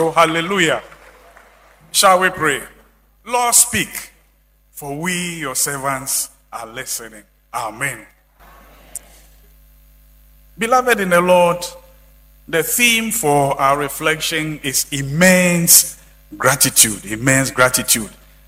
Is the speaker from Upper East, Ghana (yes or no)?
no; Aburi, Eastern Region, Ghana; I quite remember our days when we were young at Aburi. I come from Aburi here.